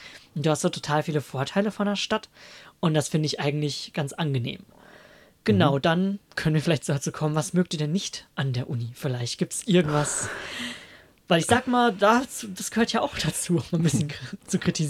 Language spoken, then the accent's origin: German; Lustenau, Vorarlberg, Austria; now in Tübingen, Germany; ich komme aus Lustenau und dann immer, wenn ich zum Brechtbau fahre, weil ich studiere Literatur, das heißt, die meiste Zeit verbringe ich am Brechtbau.